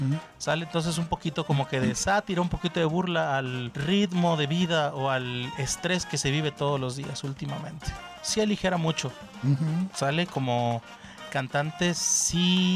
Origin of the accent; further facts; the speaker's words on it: Veracruz, Mexico; como buen jarocho, pues somos amantes de la salsa